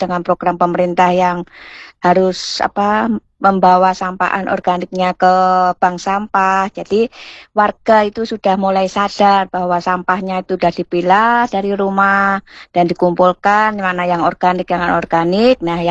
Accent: Yogyakarta, Special Region of Yogyakarta, Indonesia; kita sebagai warga Jogja

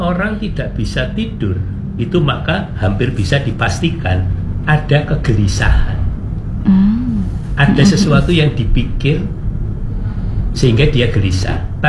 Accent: Surabaya, East Java, Indonesia; aku arek Surabaya

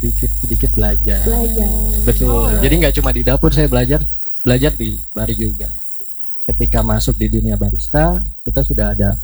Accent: Jakarta, Indonesia; moved away as an adult; now in Biak, Indonesia; Betul. Saya dari Jakarta.

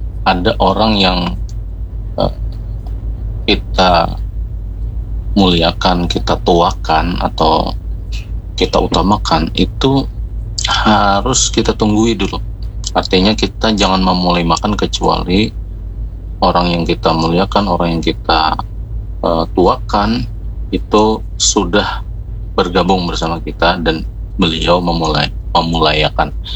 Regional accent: South Kalimantan, Indonesia; kalau kita orang Banjar terutama, ini juga sudah menjadi tradisi bahwa saat makan itu kita seringkali terutama di dalam rumah itu budaya atau tradisi makan bersama ini masih lestari hingga saat ini

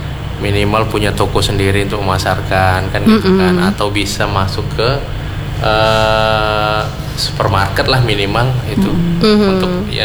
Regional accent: Medan, North Sumatra, Indonesia; now in Deli Serdang, Indonesia; kami kan warga Medan tapi domisili di Deli Serdang

